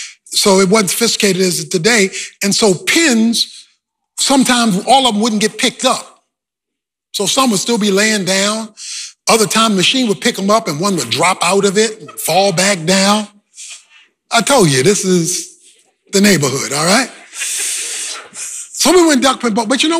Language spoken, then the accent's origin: English; Baltimore, Maryland, United States; born or raised there